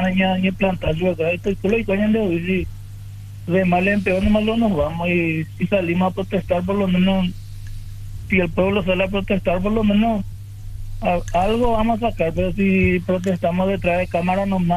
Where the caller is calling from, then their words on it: Paraguay; somos buenos los paraguayos